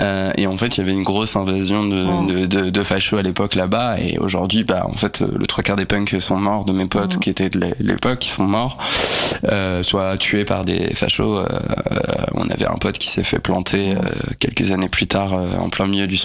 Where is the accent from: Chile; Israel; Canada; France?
France; Tours, Centre-Val de Loire; Parce que moi, en fait, j'ai grandi à Tours.